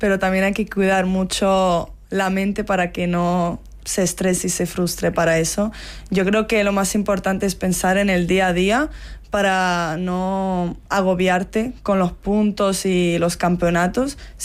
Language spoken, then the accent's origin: Spanish; Tenerife, Canary Islands, Spain; born there; now in Madrid, Spain; Bueno, nosotras nacimos en Tenerife